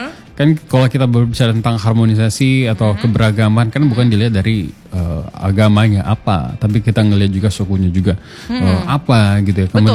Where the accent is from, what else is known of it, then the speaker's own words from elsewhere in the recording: India; Indonesian is a second language; Betul, saya dari India. Hidung saya lumayan tinggi gitu ya.